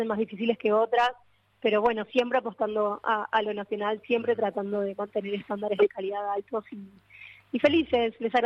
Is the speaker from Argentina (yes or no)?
yes; Argentina; now in Paraguay; No, soy argentina, pero vivo hace 30 años en Paraguay